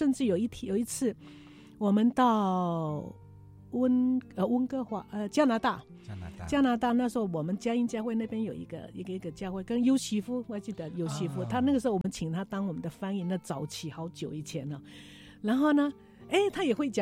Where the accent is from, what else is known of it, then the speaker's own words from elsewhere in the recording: Taiwan; 你只要告诉他我们是台湾的